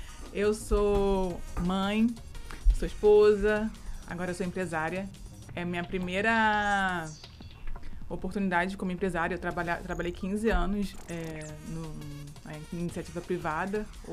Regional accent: Cabo Frio, Rio de Janeiro, Brazil; also born or lived in São Pedro da Aldeia; A gente é de Cabo Frio, né?

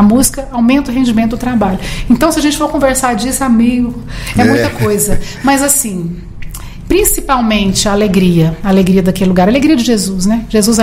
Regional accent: Goiás, Brazil; porque eu sou do interior, eu sou de Pameri, interior de Goiás.

